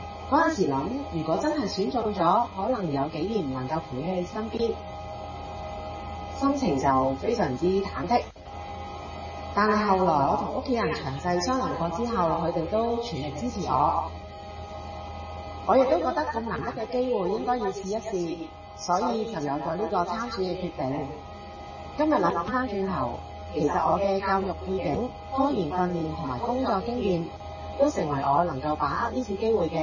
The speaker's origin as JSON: {"language": "Chinese", "country": "Hong Kong", "said": "而身为香港人，"}